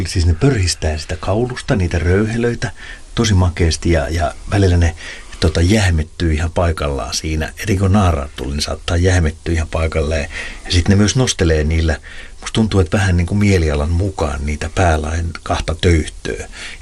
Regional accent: Pori, Satakunta, Finland; moved away; Mä muistan 80-luvulla, niin kun mä oon Porista kotoa

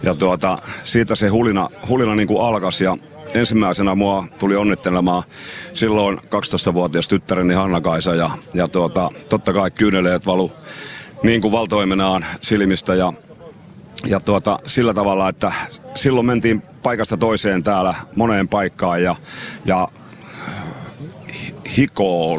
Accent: Alavus, South Ostrobothnia, Finland; born there; also born or lived in Kuortane / Helsinki; now in Seinäjoki, Finland; mä oon syntynyt Alavudella Rantatöysän kylässä puhjelustehtaan varjossa ja sieltä on muuttanut sitten Kuortaneelle vuonna 73, kun äiti kuoli

